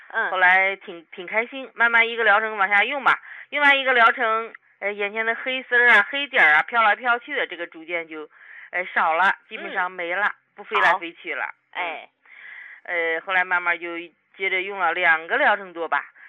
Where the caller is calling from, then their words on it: Shijiazhuang, Hebei, China; 我今年56岁。我是石家庄的朋友。